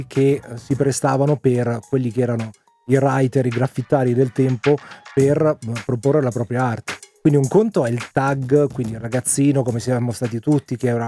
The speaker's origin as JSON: {"language": "Italian", "town": "Monza", "region": "Lombardy", "country": "Italy", "tie": "born or raised there", "said": "io sono nato e cresciuto a Monza, anche questo avveniva anche a Monza, tra Monza e Milano queste cose le ho sempre viste"}